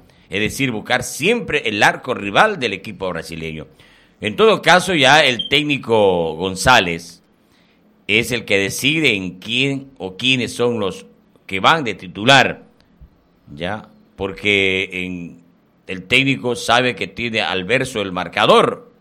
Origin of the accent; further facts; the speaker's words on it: Ecuador; No, yo quiero que Liga clasifique como ecuatoriano que soy.